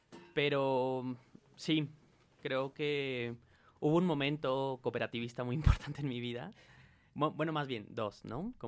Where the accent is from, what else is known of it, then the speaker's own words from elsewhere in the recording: State of Mexico, Mexico; soy de la Sierra de las Cruces y Monte Alto.